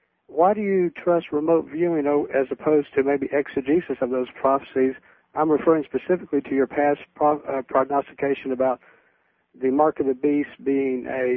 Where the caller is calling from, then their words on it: Birmingham, Alabama, United States; Greetings from Birmingham, Alabama